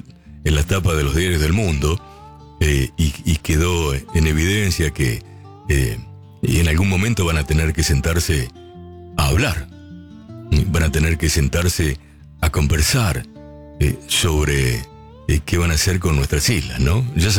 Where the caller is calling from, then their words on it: Villa Devoto, Buenos Aires, Argentina; de Villa Devoto, te escucho siempre.